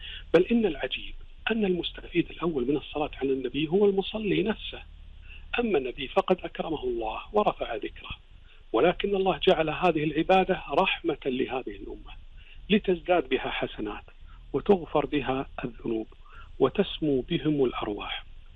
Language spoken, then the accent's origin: Arabic; Kuwait; هذه منتشرة عندنا بالكويت